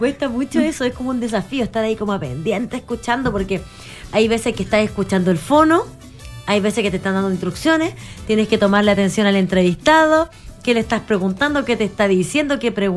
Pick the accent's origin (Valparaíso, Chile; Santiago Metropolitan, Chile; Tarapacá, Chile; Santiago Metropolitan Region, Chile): Tarapacá, Chile; Iquique; soy iquiqueña, estoy próxima a cumplir 35 años.